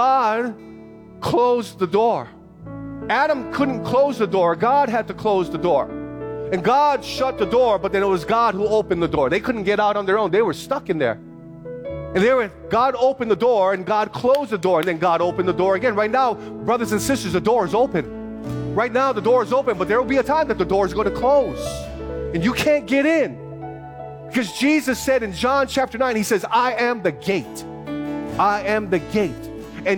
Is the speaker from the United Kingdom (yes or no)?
no; Philippines; I cannot have the blood. I'm Filipino. I can do that.